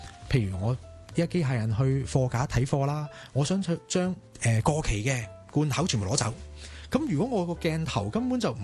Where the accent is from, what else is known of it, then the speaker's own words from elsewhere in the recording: Hong Kong; 作為一個香港人